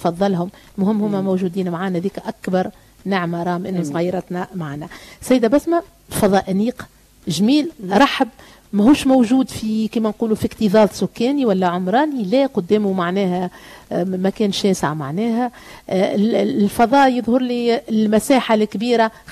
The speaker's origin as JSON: {"language": "Arabic", "country": "Tunisia", "said": "نحن عندنا برشا فضاءات في تونس"}